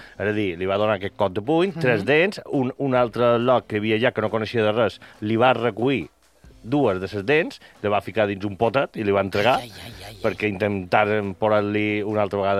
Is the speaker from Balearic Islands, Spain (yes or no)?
yes; Inca, Balearic Islands, Spain; born there; jo sóc nascut a Inca